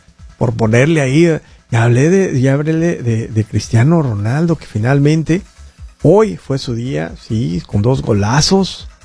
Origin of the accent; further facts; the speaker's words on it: Mexico; Pues soy mexicano 100%.